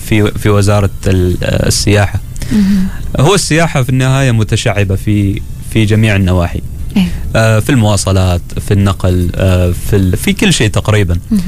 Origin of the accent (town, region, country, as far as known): Oman